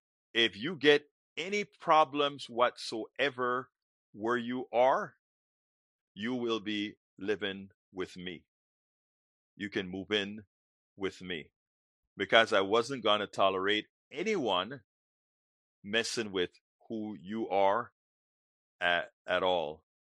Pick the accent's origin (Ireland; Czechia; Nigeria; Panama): Panama; I'm from a Caribbean Latino family, right? I'm from Panama.